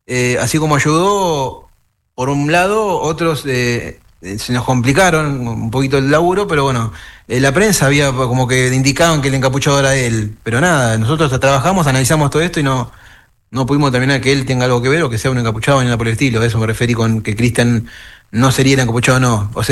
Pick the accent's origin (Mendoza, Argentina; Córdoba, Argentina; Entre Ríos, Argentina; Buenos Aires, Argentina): Buenos Aires, Argentina; moved away as an adult; now in Corrientes, Argentina; Acá en Corrientes, yo soy un chico de Buenos Aires, de toda mi vida en porteño, como ustedes quieran decirle, de Capital Federal